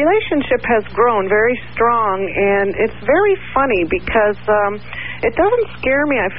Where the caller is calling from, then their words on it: Palmdale, California, United States; I'm calling from Palmdale, California.